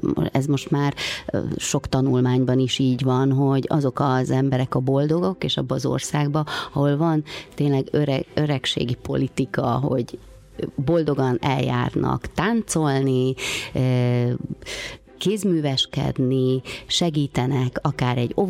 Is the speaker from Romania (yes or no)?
yes; Transylvania, Romania; moved away; egy kis erdélyi városban születtem